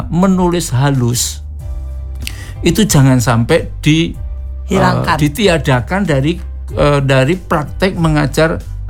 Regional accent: Java, Indonesia; seperti saya orang Jawa, istri saya orang Ambon.

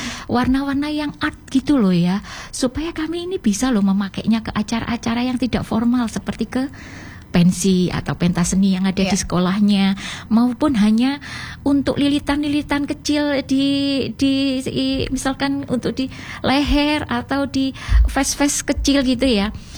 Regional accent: Indonesia; desa kami, yaitu Desa Ngijo.

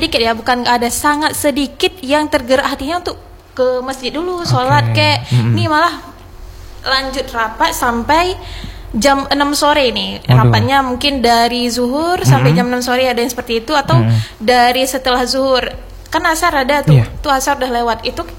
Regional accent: Aceh, Indonesia; karena kita nih dicap sebagai Aceh, bumi Serambi Mekah.

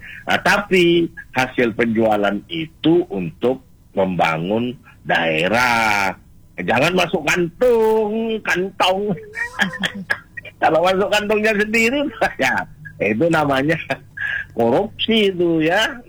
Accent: East Java, Indonesia; Jadi dari Banyuwangi di daerah saya situ Bondo situ sampai ke Pasuruan

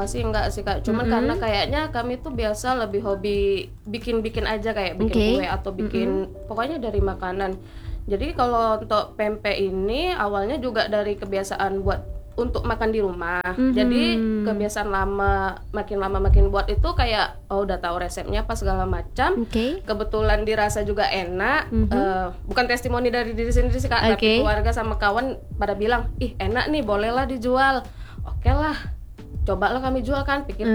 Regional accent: Kijang, Riau Islands, Indonesia; Kami asli orang Kijang tapi orang Bugis, jadi bukan orang Palembang. Kebetulan orang tua dua-dua dari Bugis kan, Sulawesi sana, jadi alhamdulillah asli Bugis

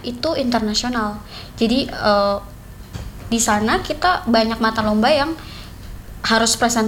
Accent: East Nusa Tenggara, Indonesia; ciri-ciri kita sebagai orang NTT kan kebanyakan malu Kak.

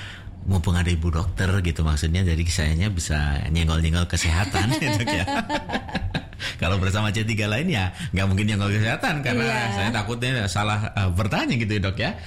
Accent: Indramayu, West Java, Indonesia; apalagi di daerah, mohon maaf, di daerah saya di Indramayu dok, banyak sekali, apalagi di pinggir-pinggir pantai katanya dok.

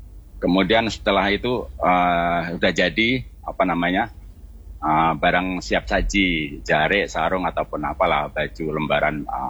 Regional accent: Klaten, Central Java, Indonesia; Saya di Klaten

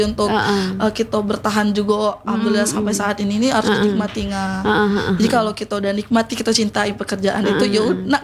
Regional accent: Bengkulu, Indonesia; Kita asli Bengkulu, asli Bengkulu.

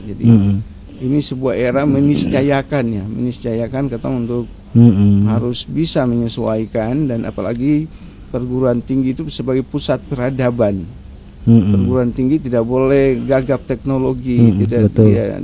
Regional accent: Maluku, Indonesia; tapi kita menyadari bahwa kita ini adalah orang Maluku dan orang Indonesia.

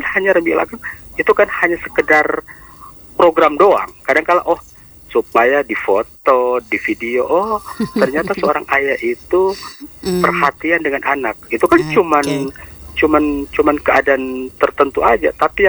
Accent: Makassar, South Sulawesi, Indonesia; Di daerah saya itu, di Makassar saya dan di tempat saya itu masih kurang.

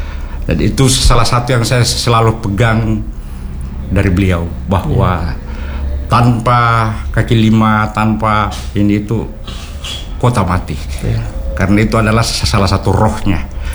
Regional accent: South Sulawesi, Indonesia; now in Ternate, Indonesia

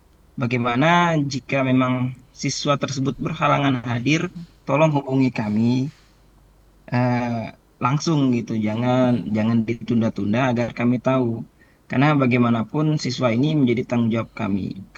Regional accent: Balai Karangan, West Kalimantan, Indonesia; Kami rata-rata ada yang dari Balai Karangan seperti saya, dari Pontianak, Ketapang

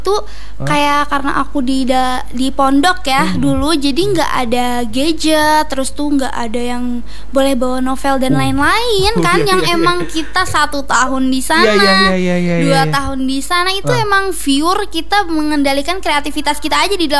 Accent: Palangka Raya, Central Kalimantan, Indonesia; Anak sanggar hadrah gitu dari Palangka. Kebetulan sama nih kami dari Palangka.

